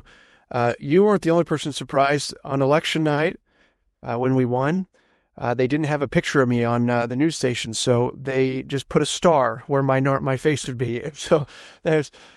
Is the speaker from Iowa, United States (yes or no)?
yes; Hinton, Iowa, United States; my background, I grew up in Northwest Iowa, outside of a small town called Hinton, just a few hundred people.